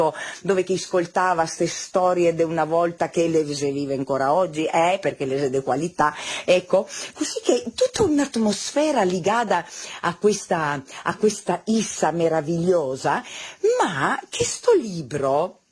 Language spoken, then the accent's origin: Italian; Pula, Istria County, Croatia